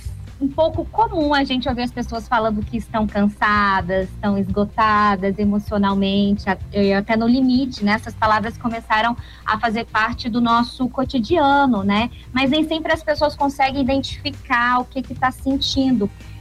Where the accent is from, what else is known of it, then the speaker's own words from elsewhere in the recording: Brazil; Existe algum outro tipo de situação mental que também tem colocado nós enquanto brasileiros, vamos colocar desse recorte também, em situação de preocupação